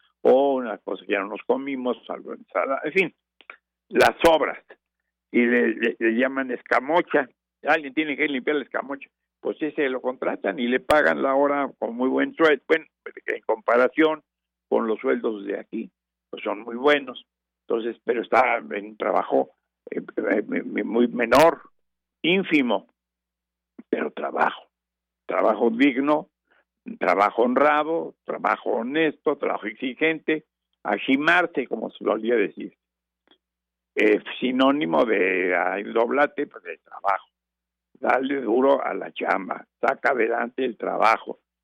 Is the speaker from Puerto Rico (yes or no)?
no; Mexico; now in United States; empezó a crear el atractivo de, hombre, de México, pues somos de México, una tortillita para un taco